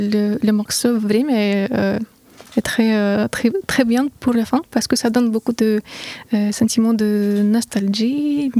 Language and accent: French; Saint Petersburg, Russia; French is a second language; moved away as an adult; now in France; ma ville natale, Saint-Pétersbourg, en Russie.